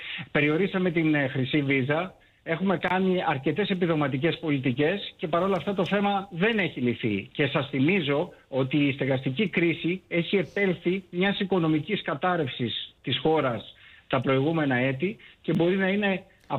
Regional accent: Greece; το έχουμε σαν Έλληνες να αργούμε να παίρνουμε τις αποφάσεις.

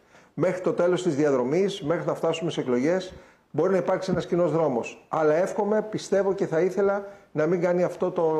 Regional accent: Greece; ως πολιτικός και ως Έλληνας

